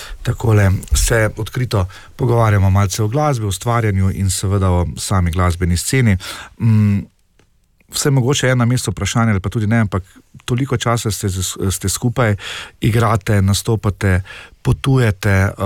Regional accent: Styria, Slovenia; kot rečemo Štajerci, tu ni zajmancije, ne.

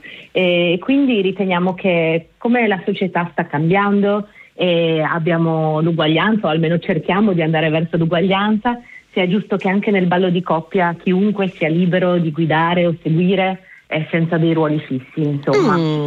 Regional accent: Trieste, Friuli-Venezia Giulia, Italy; sì, sono di Trieste, sono contentissima

